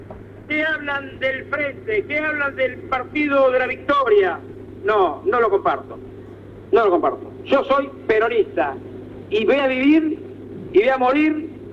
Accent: Ayacucho, Peru; estoy con mi gente, estoy con mi pueblo, estoy con lo que siento, estoy en mi Ayacucho que quiero.

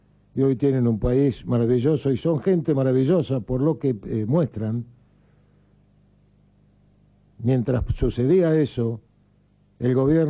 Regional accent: Argentina; A ver si nos empezamos a comportar como argentinos, si empezamos a sentir orgullo del suelo que pisamos

